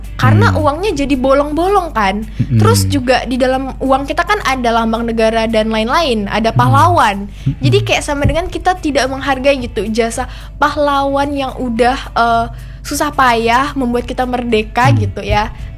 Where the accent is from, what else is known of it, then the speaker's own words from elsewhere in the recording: Sintang, West Kalimantan, Indonesia; Saya sebenarnya bukan dari Ponti juga, saya dari Sintang.